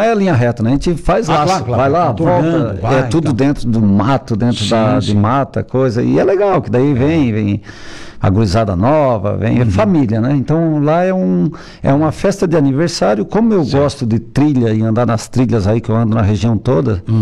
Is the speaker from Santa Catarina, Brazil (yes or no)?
yes; Lagoa Mãe Luzia, Santa Catarina, Brazil; born there; Eu sou natural de lá, nasci na Lagoa Mãe Luzia. E com 7 anos eu vim ali para a ilha onde a gente mora hoje.